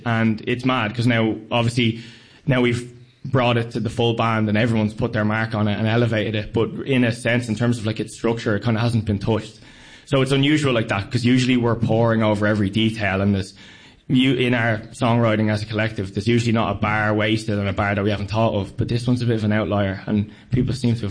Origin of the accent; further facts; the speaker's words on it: Ireland; We haven't made it easy on you as Irish.